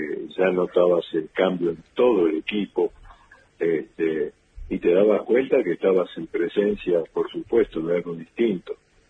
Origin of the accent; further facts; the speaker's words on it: Buenos Aires, Argentina; me dicen que soy de la provincia. Claro. Siempre me dicen, bueno, vos no podés ser de Capital. Vos sos de Capital